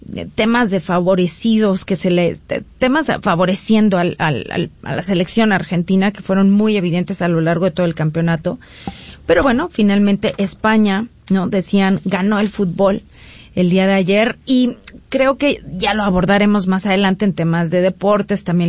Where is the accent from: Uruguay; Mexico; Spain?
Mexico; evidentemente, despedir esta ilusión que tuvimos como mexicanos de poder llegar a una semifinal.